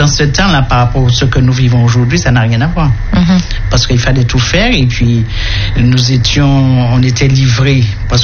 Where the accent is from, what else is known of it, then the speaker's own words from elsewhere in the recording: Le François, Martinique; Je viens du François, je suis mariée, je suis mère de deux enfants